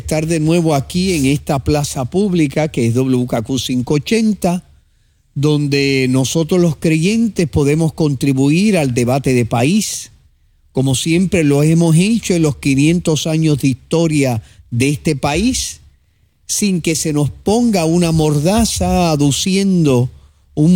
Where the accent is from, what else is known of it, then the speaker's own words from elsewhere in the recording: Puerto Rico; lo que nosotros somos como puertorriqueños